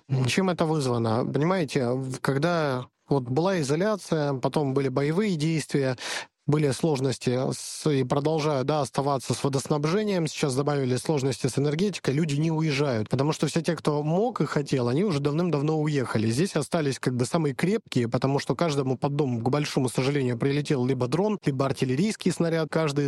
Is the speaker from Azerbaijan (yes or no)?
no; Donetsk, Donetsk Oblast, Ukraine; Я сейчас говорю исключительно как житель Донецка, коренной житель Донецка в третьем поколении.